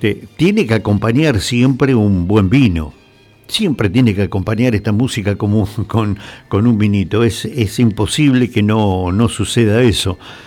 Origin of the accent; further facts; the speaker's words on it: Argentina; Uno es argentino y no podemos diferenciar de uno de otro. Somos todos argentinos